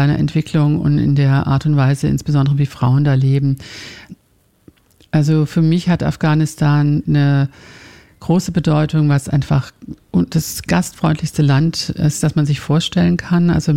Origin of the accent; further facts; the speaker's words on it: Finland; moved away; ich komme ja ursprünglich aus Finnland.